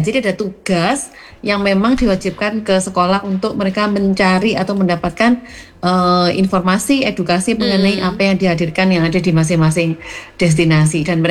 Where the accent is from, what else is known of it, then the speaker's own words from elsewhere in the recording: Batu, East Java, Indonesia; kita sebagai orang Batu ya.